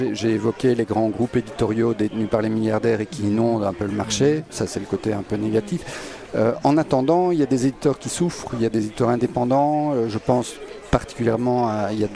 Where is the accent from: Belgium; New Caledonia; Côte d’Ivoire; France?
Belgium; now in Liège, Belgium; on est à Liège, on est belge